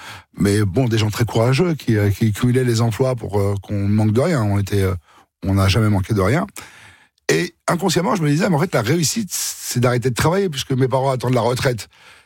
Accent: Suresnes, Île-de-France, France; born there; En fait, moi, je suis né à Suresnes, donc je me suis toujours un peu baladé dans les villes des Hauts-de-Seine.

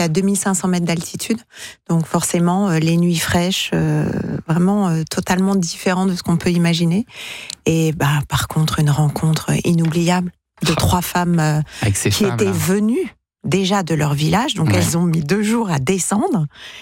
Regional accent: Normandy, France; Alors, en tant que Normande, quand même.

